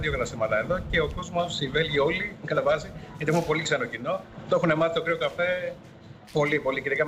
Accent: Greece; moved away as an adult; now in Brussels, Belgium; εμείς σαν Έλληνες

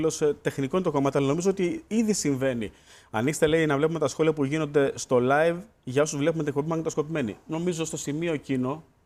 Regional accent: Tripoli, Peloponnese, Greece; είμαι από Τρίπολη, είμαι κολοκοτρόνα.

